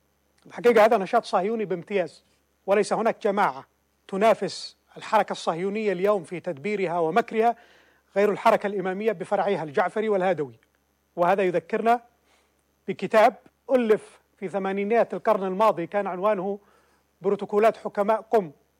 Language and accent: Arabic; Yemen